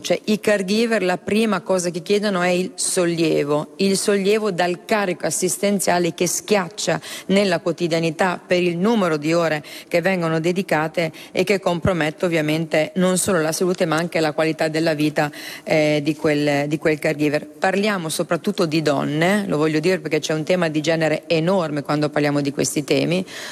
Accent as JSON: {"language": "Italian", "region": "Emilia-Romagna", "country": "Italy", "accent": "Emilian", "said": "io sono emiliana, si sentirà dalla mia voce"}